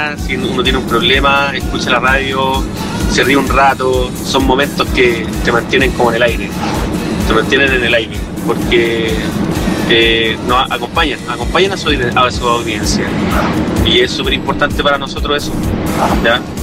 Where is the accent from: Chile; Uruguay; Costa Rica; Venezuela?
Chile; El Tabo, Valparaíso; Soy de acá, del Tabo. Ya, de la provincia de San Antonio.